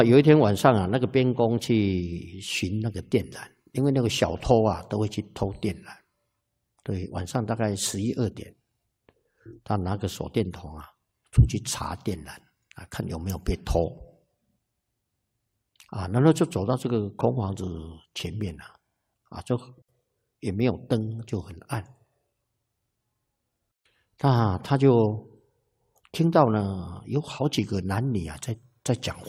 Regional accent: Taiwan; 他们大陆说搞对象，我们台湾说谈恋爱啊

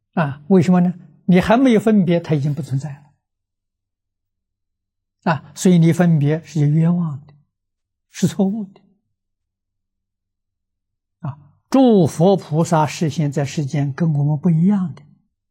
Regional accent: China

